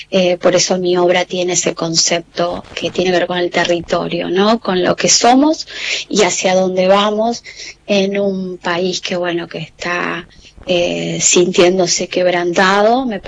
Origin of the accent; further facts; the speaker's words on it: La Plata, Buenos Aires Province, Argentina; born there; moved away as an adult; also born or lived in Huancayo, Peru; now in Río Negro, Argentina; yo, como ustedes saben, nací en Perú. Viví casi hasta los 5 o 6 años en Huancayo, que es la parte central del Perú, los Andes centrales. Nací a 4.000 metros de altura del mar. Y bueno, después por una cuestión de vida, familia, situaciones de mis viejos, nos instalamos en La Plata.